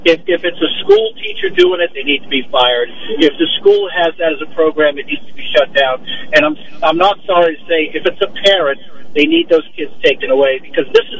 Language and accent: English; Massachusetts, United States; growing up in Massachusetts in an inner city project, I lived on D Street, eventually ended up in the Weymouth Projects.